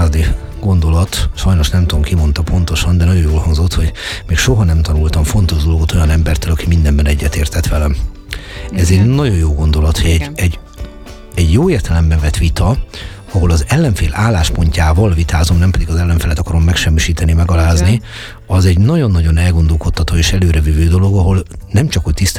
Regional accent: Budapest, Hungary; also born or lived in Jászárokszállás; itt vagyok én, és akkor azt mondom, hogy budapesti vagyok, de jászárokszállási is vagyok, magyar vagyok, világpolgár vagyok

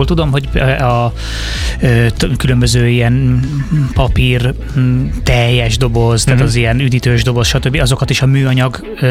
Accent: England, United Kingdom; now in Hungary; legalábbis én Angliában nőttem föl

